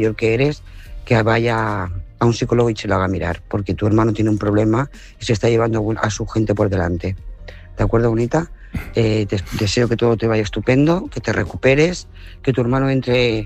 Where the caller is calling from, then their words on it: Lloret de Mar, Catalonia, Spain; Lloret de Mar, esto es para María José.